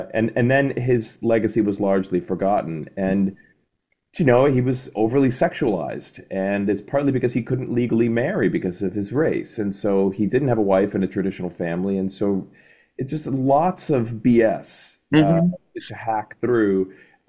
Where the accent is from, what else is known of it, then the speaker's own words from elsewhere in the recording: Boston, Massachusetts, United States; They're really my home orchestra. I'm from Boston.